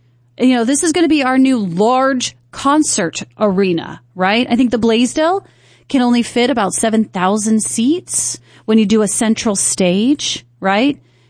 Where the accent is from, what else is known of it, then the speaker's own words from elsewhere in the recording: Makakilo, Hawaii, United States; And so I came from Makakilo side, definitely not used to this type of traffic or noise for that matter.